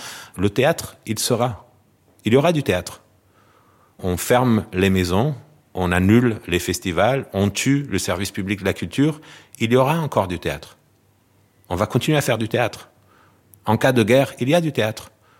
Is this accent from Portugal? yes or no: yes; Portugal; et ça j'ai le droit de le dire en tant que Portugais, sans être chauvin